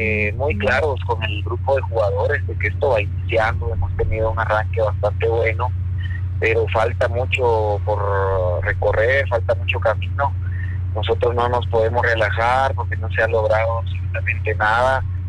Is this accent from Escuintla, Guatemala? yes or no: no; Jalapa, Guatemala; yo soy acá de Jalapa